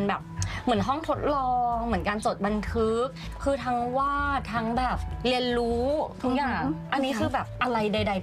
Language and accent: Thai; Bangkok, Thailand; born there; เป็นคนกรุงเทพโดยกำเนิด